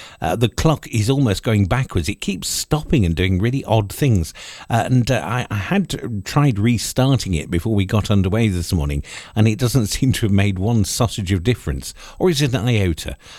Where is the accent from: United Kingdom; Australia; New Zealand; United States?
United Kingdom; Being British, it's in our DNA.